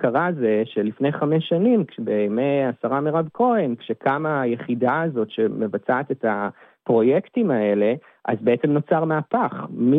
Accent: Kiryat Ata, Haifa District, Israel; also born or lived in Tel Aviv; בני נוער, צעירים, שגדלים במקומות שבהם אני גדלתי בקריית אתא, יצאתי מהארון בגיל 15, לא הכרתי עוד להט"בים מסביבי, ברחתי לתל אביב.

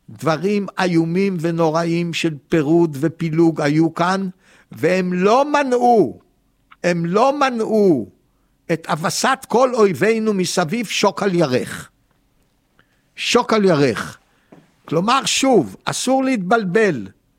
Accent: Tel Aviv, Tel Aviv District, Israel; אני גדלתי בצפון תל אביב, כאילו האזור יחד עם עוד כמה הכי מסגשגים והכי טובלים בכל טוב

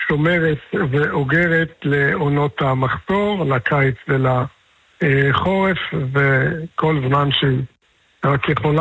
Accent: Mishmar HaEmek, Northern District, Israel; ובתור מי שגדל לא בכפר בילו, אלא במקרה דווקא במשמר העמק, במקור אני ממשמר העמק … ממשמר העמק.

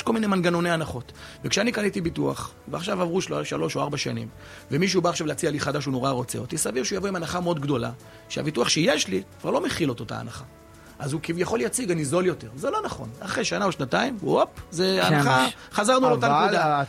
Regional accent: Southern District, Israel; אני מהנגב

